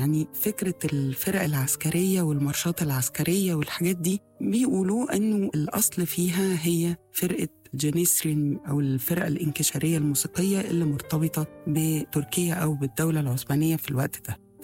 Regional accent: Egypt; بالنسبة لنا إحنا كمصريين

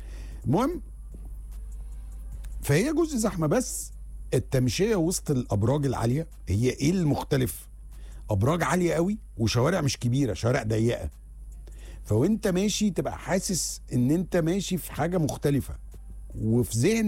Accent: Egypt; أنا مثلا إحنا كمصريين هتيجي تقول لي

